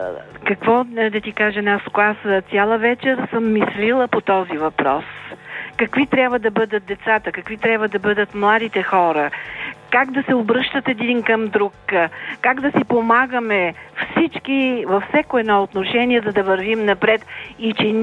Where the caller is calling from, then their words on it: Sofia, Sofia City, Bulgaria; и съм от София